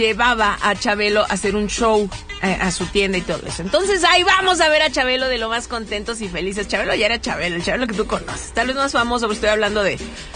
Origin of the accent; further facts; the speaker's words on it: Monterrey, Nuevo León, Mexico; also born or lived in Tamaulipas; Yo soy norteña.